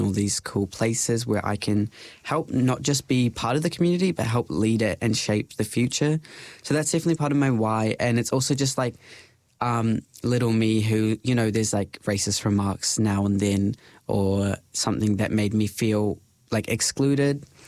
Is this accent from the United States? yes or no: no; Christchurch, Canterbury, New Zealand; moved away as an adult; now in Dunedin, New Zealand; so my family is like ethnically Indian. I was born and raised in Christchurch, moved down to Dunedin a few years back.